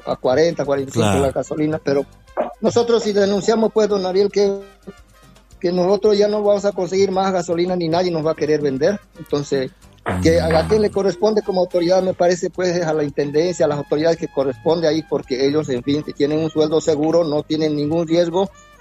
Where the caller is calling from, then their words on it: Bolivia; nosotros como bolivianos